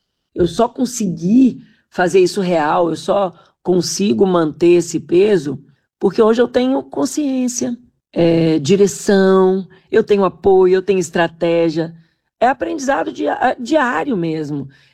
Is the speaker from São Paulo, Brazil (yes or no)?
no; Minas Gerais, Brazil; Eu sou mineira